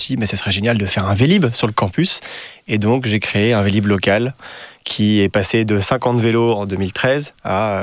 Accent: Netherlands; now in France; J'ai grandi aux Pays-Bas, ça a joué.

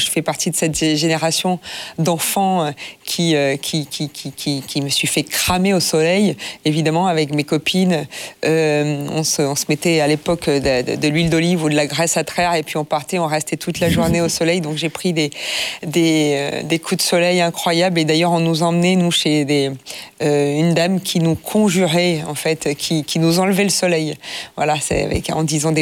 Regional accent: Southern France, France; now in Paris, France; Je viens du Sud et par tous les chemins, j'y reviens.

